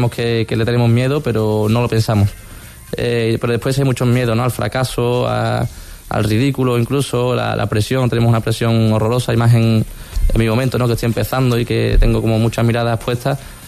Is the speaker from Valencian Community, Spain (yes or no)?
no; Seville, Andalusia, Spain; soy de Sevilla